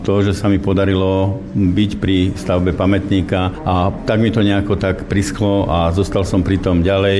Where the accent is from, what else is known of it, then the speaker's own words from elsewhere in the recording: Rajec Valley, Žilina Region, Slovakia; som z Rajeckej doliny a celý život som chodil okolo toho jeho rodného domu.